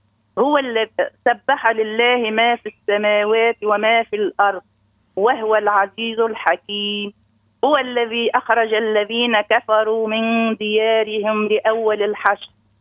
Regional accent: El Jem, Mahdia Governorate, Tunisia

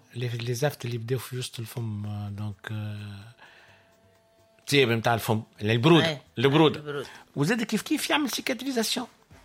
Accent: Sahel, Tunisia; كما نقولوا احنا عندنا في الساحل

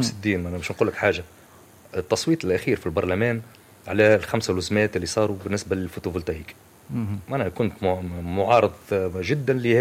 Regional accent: Tunisia; وعندنا في تونس

